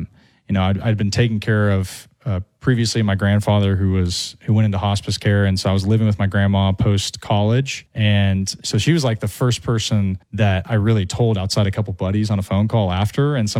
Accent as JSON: {"language": "English", "town": "Tulsa", "region": "Oklahoma", "country": "United States", "tie": "born or raised there", "said": "For all places, being in Tulsa, Oklahoma, which is my hometown"}